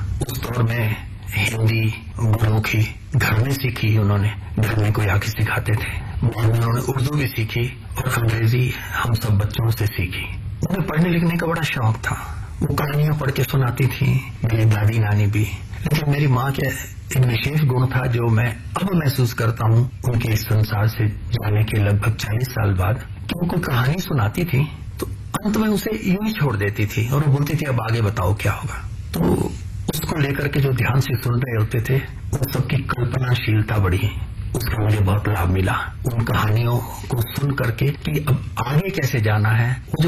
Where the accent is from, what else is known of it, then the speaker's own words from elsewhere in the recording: Karnal, Haryana, India; born there; मेरा जन्म अविभाजित पंजाब, आज वो क्षेत्र हरियाणा में है, करनाल के एक छोटे से गांव में हुआ। देश का विभाजन हुआ था, बड़ी कठोर परिस्थितियां थी, परिवार वहां आया